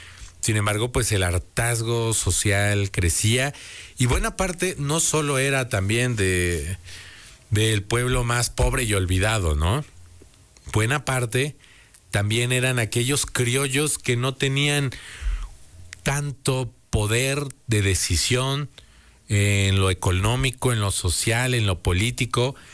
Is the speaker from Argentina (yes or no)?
no; Mexico